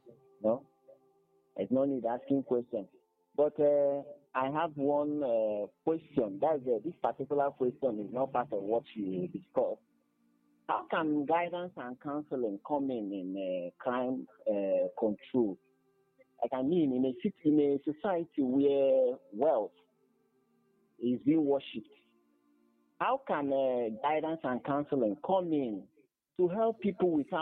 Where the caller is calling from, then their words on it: Abakaliki, Ebonyi, Nigeria; I'm calling from Abakaliki.